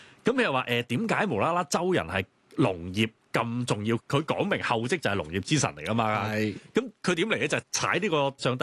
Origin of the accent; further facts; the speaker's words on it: China; 佢就會講我哋中國人比較務實